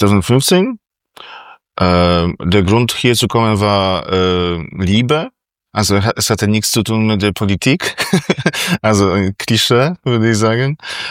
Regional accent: Bydgoszcz, Kuyavian-Pomeranian Voivodeship, Poland; German is a second language; moved away as an adult; now in Berlin, Germany; ich komme aus Polen, genau heißt die Stadt Bydgoszcz. Und in Berlin wohne ich seit 2015. Ich bin 40 Jahre alt, fast 41.

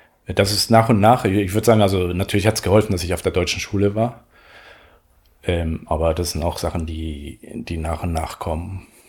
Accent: Venezuela; first language Spanish; German is a second language; moved away as an adult; now in Berlin, Germany; Ich bin in Venezuela aufgewachsen, meine Mutter ist Deutsche, die ist mit meinem Vater vor vielen Jahren hin nach Venezuela, dort bin ich geboren.

